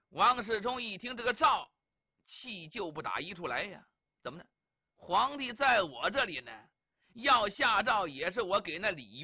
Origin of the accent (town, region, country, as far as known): China